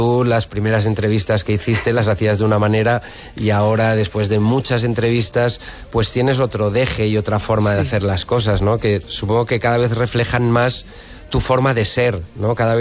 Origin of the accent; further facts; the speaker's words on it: Spain; Nosotros somos españoles y nos gusta que todo aquello que tiene que ver con la música española aparezca en nuestras canciones.